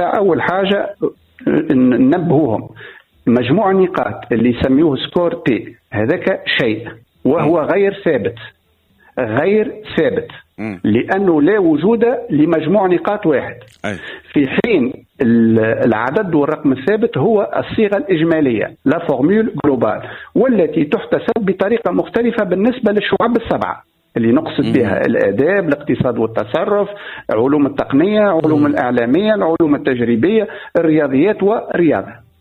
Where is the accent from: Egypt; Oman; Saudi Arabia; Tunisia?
Tunisia; بما اني انا من تونس الكبرى وباش نختار مؤسسات جامعيه موجوده تونس الكبرى